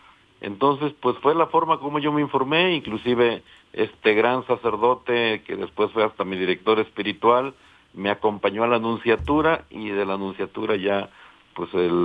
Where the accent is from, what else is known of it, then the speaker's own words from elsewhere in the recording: Puebla, Mexico; sobre todo en la Mixteca poblana, que pues para mí es mi tierra